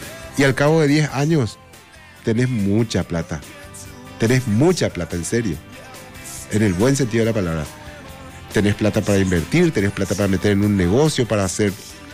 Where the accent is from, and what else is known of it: Paraguay